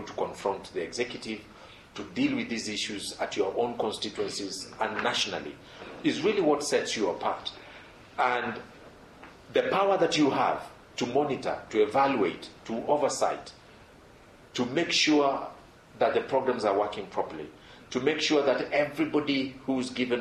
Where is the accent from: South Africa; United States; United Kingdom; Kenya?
Kenya; And I'm Kenyan, and inequality is really a major thing, not just in Lesotho, but in Kenya